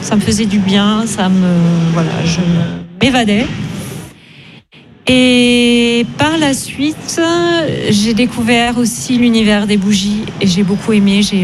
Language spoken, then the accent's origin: French; Montpellier, Occitanie, France; je suis Montpelliéraine